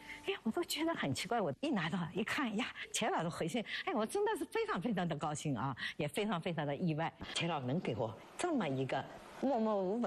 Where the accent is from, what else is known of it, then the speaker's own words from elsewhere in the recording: China; 看看我们中国人真是站起来了。